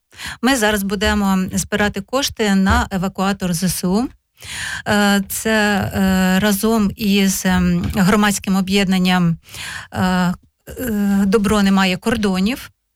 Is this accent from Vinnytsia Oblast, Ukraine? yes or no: yes; Vinnytsia, Vinnytsia Oblast, Ukraine; в нашому рідному місті Вінниці